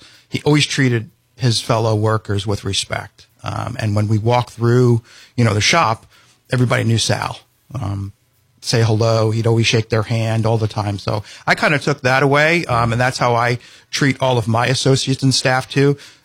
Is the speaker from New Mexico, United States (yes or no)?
no; New York, United States; moved away as an adult; Staten Island was great when I grew up around there.